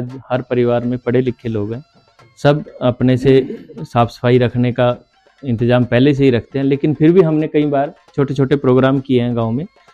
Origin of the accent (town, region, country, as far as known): Ambala, Haryana, India; born or raised there